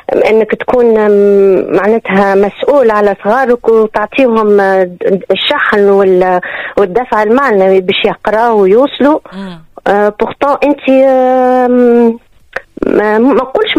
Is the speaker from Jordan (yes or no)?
no; Tunisia; نحن ولاد تونس ونقعدوا ديما نحبوها تونس مهما يصير فينا.